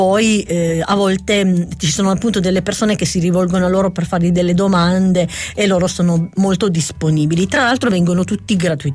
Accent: Bricherasio, Piedmont, Italy; Noi siamo di Bricherasio

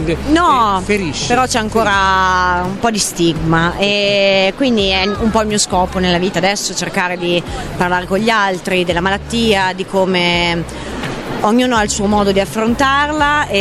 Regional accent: Emilia-Romagna, Italy; E io sono emiliana, okay.

